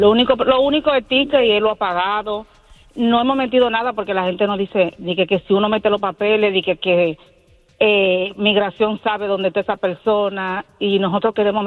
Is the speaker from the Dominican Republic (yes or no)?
yes; Dominican Republic; Tenemos dos niños, él no vino por frontera, nosotros somos dominicanos, él vino por un barco.